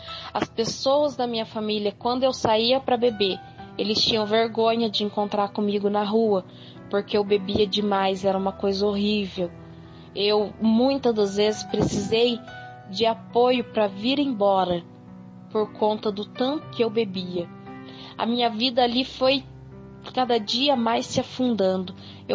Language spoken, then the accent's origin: Portuguese; São Paulo, Brazil